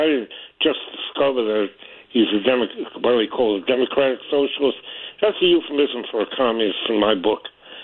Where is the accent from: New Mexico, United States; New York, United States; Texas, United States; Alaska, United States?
New York, United States; New York City; I grew up in New York City.